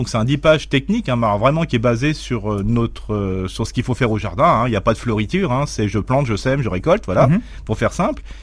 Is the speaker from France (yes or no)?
yes; Grand Est, France